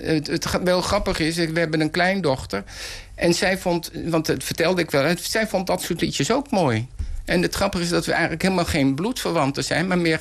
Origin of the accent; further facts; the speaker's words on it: Amersfoort, Utrecht, Netherlands; born there; Ik ben geboren in Amersfoort.